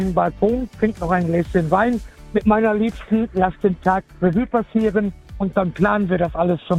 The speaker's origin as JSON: {"language": "German", "town": "Essen", "region": "North Rhine-Westphalia", "country": "Germany", "tie": "born or raised there", "moved": "yes", "lives_now": "Lörrach, Germany", "said": "komme von der Schweizer Grenze aus Lörrach, bin gebürtig aus Essen"}